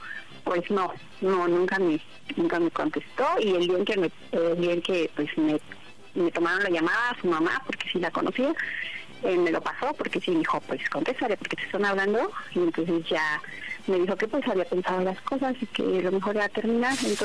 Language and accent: Spanish; Oaxaca, Mexico; Tengo 38 y soy de Oaxaca.